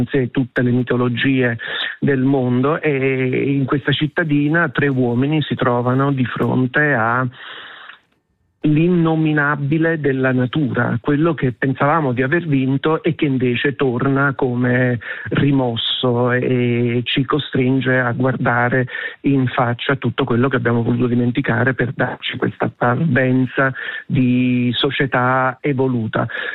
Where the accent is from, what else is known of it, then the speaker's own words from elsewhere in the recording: Zurich, Switzerland; moved away; Come sapete, sono nato in Svizzera